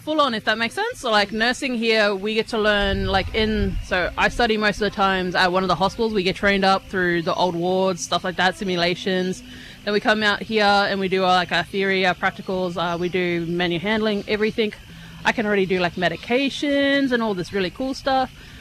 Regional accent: Ipswich, Queensland, Australia; I'm from Ipswich, but my mobs are Gurungurun and Gumbendula and Dungati.

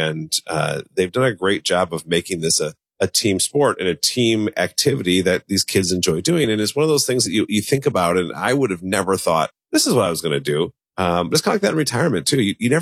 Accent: Elmhurst, Illinois, United States; the high school I went to, York, had a world famous cross country coach.

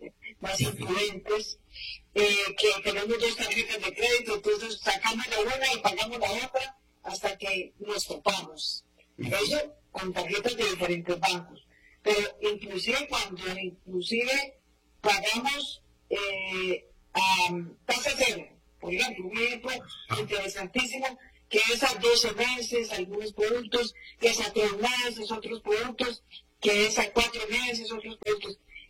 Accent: Costa Rica; Nosotros como costarricenses

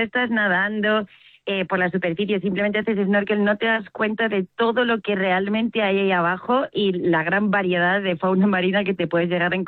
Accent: Madrid, Community of Madrid, Spain

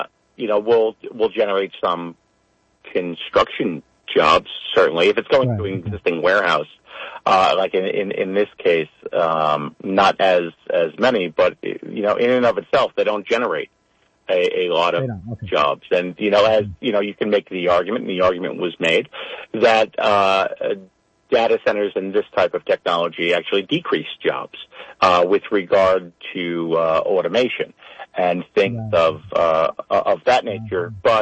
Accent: Mastic Beach, New York, United States; the community that I grew up in Mastic Beach

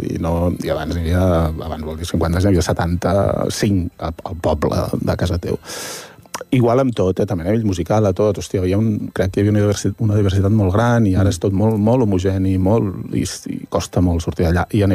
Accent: Taradell, Catalonia, Spain; Sí, que és d'on jo soc de Taradell, eh?

